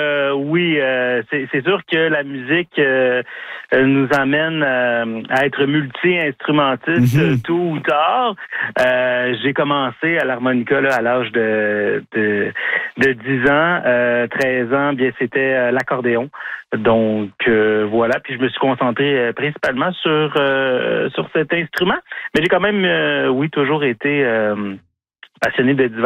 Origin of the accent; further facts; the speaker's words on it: Saint-Justin, Quebec, Canada; moved away as an adult; now in Joliette, Canada; Je suis natif de la Mauricie, donc de Saint-Justin plus précisément. Et puis je me suis établi là suite à mes études universitaires à Joliette.